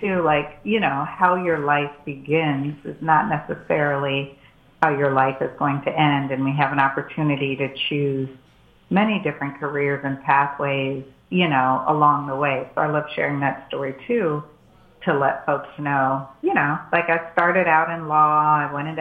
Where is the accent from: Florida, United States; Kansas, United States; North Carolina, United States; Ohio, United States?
Florida, United States; West Palm Beach; moved away as an adult; now in Washington, D.C., United States; but I am first gen. I feel like I'm first gen everything. So born and raised in West Palm Beach, Florida. And, yeah, spent a lot of time in the South.